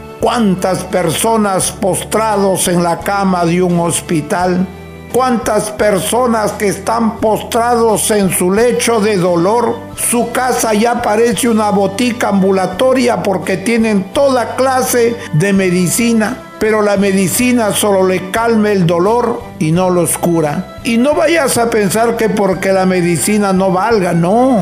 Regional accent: Huancabamba, Piura, Peru; en mi tierra, en Huancabamba

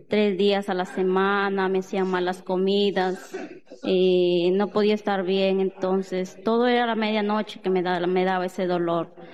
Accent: Olmos, Lambayeque, Peru; Soy de acá de Olmo, pues.

